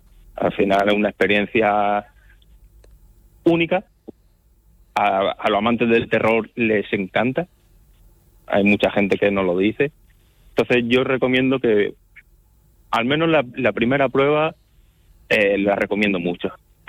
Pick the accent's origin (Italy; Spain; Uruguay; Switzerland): Spain; Yecla, Region of Murcia; nosotros somos de Yecla, entonces estamos a 200 kilómetros.